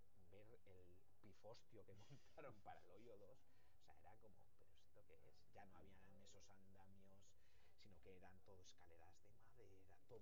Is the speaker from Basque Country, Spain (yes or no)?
yes; Bilbao, Basque Country, Spain; Mejor que somos de Bilbao.